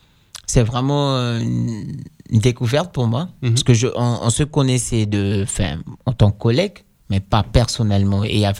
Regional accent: Netherlands; first language Dutch; French is a second language; Je réfléchis en hollandais, je crois.

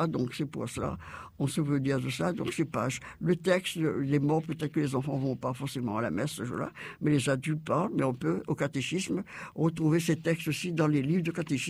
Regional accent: Réunion; chez nous, à La Réunion Campus

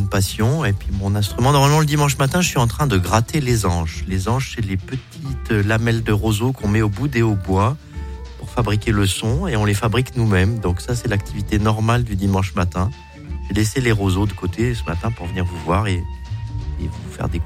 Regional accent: Bourg-de-Péage, Auvergne-Rhône-Alpes, France; born there; moved away as an adult; now in Besançon, France; je pense que je n'ai pas tellement d'accent, mais je suis né dans la Drôme, à Bordeaux-Péage, petite ville du Dauphiné dans le nord de la Drôme.

